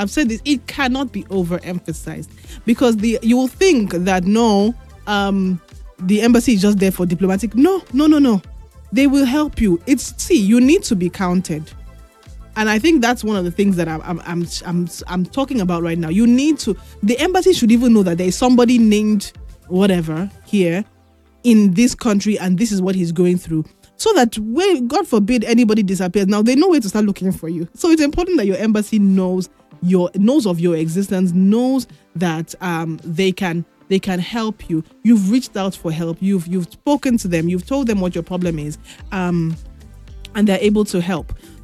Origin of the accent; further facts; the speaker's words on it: Nigeria; as Nigerians